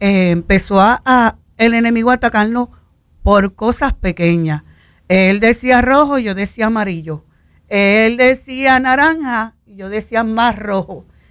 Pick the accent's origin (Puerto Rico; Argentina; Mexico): Puerto Rico; San Germán; Vengo de San Germán, del barrio de Oconuco Bajo. Aleluya. Sí. La cual, pues, ahí llevo viviendo muchos años